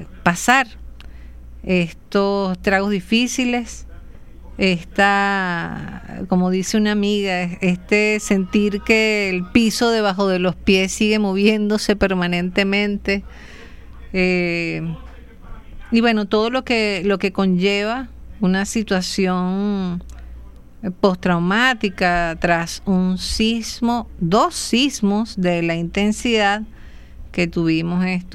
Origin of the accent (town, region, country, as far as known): Venezuela